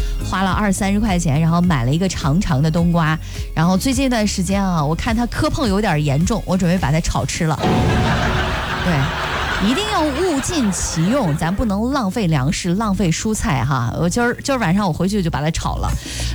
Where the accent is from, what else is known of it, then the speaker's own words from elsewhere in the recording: Henan, China; 咱河南人的餐桌上真的是少不了一些凉菜。